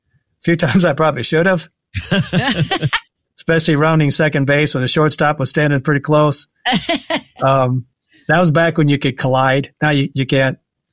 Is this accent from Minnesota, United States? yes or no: no; Iowa, United States; growing up in Western Iowa, you were majoritively either Lutheran or Roman Catholic.